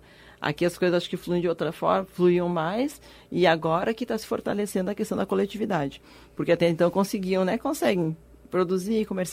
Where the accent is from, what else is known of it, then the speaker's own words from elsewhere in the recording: Santa Maria, Rio Grande do Sul, Brazil; moved away; lá no sul, sou de Santa Maria